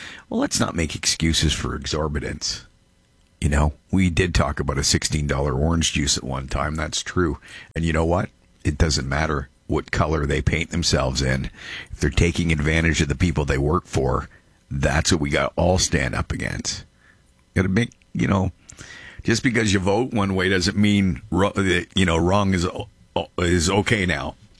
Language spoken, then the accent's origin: English; Canada